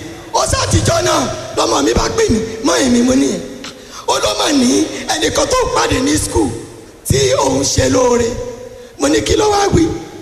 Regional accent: Agbowo, Oyo, Nigeria; lati Agbowo ni mo ti wa

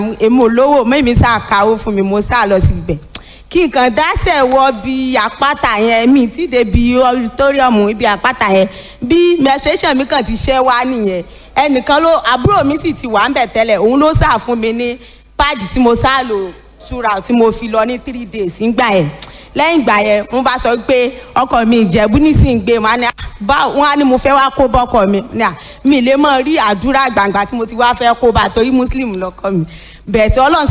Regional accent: Ilorin, Kwara, Nigeria; Mo wa lati ilu Ilorin.

